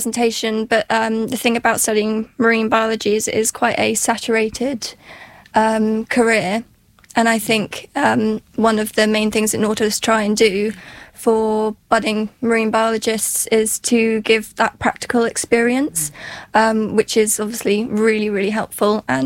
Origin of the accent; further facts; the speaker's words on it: Winchester, South East England, United Kingdom; moved away as an adult; now in Plymouth, United Kingdom; And I'm from the UK, from a little place called Winchester, but I'm studying in Plymouth.